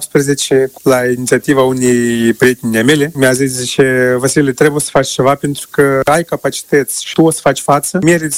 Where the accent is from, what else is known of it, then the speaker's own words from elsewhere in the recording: Moldova; moved away as an adult; now in Spain; Nu sunt italian, sunt moldovean.